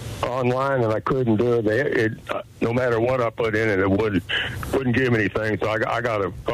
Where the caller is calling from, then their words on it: Kentucky, United States; I'm calling from Deep Red, Kentucky, but we got a great governor.